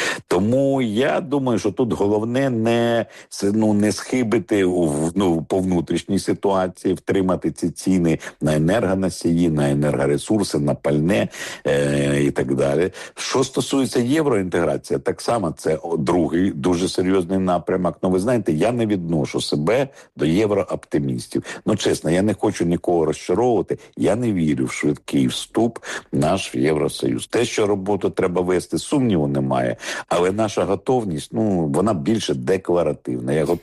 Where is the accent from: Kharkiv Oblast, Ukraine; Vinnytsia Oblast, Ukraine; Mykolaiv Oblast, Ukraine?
Vinnytsia Oblast, Ukraine; Vinnytsia; Вінниці, мирне місто, це моє рідне місто, я не хочу образити вінничан